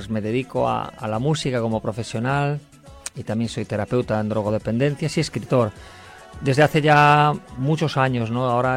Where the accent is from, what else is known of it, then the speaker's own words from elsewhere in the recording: Galicia, Spain; Yo soy gallego, que es norte, noroeste de España, justo a la otra punta de Barcelona.